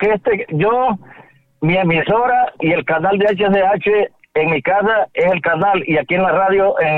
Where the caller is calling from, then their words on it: Tocoa, Colón, Honduras; Yo soy taxista de Tocoa.